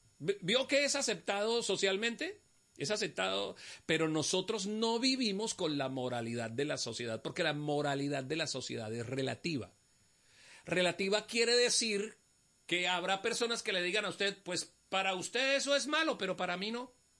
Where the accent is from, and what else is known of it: Colombia